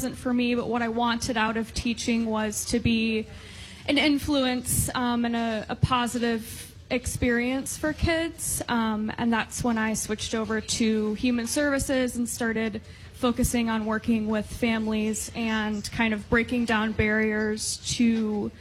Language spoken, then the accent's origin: English; Kankakee, Illinois, United States; I'm originally from the Kankakee area, okay.